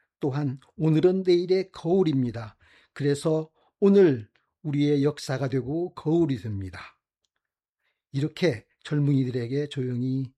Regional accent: Jeonju, North Jeolla, South Korea; 내가 사랑하는 내 고향 전주

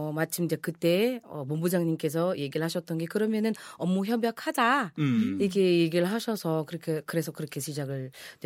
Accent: Philippines; Korean is a second language; now in Jeollabuk-do, South Korea; 필리핀에서.

